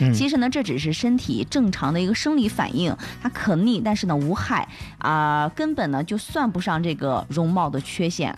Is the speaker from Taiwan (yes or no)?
no; China